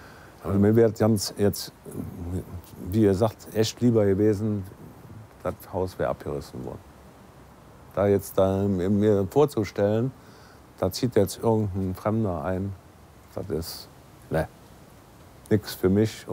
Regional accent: Kainberg, North Rhine-Westphalia, Germany; Tja, meine alte Heimat. Wir haben ja eigentlich damals gedacht, wir verkaufen an RWE, weil uns nichts anderes übrig bleibt. Wir werden also umgesiedelt

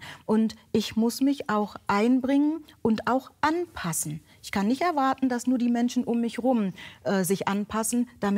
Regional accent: Northern Germany, Germany; Wenn ich irgendwo hinkomme und ich bin aus Norddeutschland hierher gezogen

